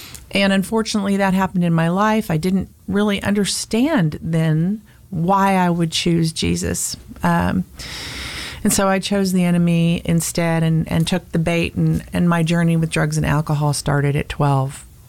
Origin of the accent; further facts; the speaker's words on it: San Diego, California, United States; And then I grew up in San Diego.